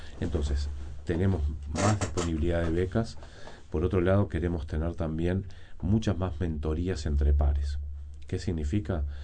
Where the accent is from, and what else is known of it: Uruguay